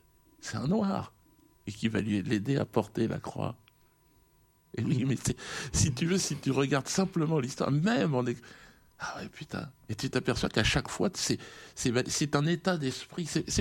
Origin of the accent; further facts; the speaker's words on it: Cameroon; En tant que Camerounais, si tu veux, je sais ce qu'a fait De Gaulle au Cameroun.